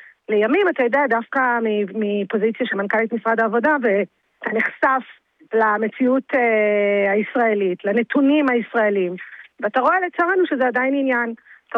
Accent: Ramla, Central District, Israel; אני אישה מזרחית, גדלתי ברמלה, על ערכי המסורת.

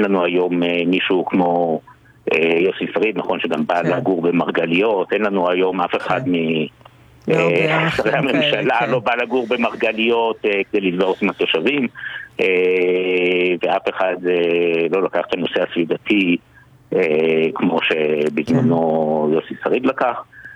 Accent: Jerusalem, Jerusalem District, Israel; אני ירושלמי

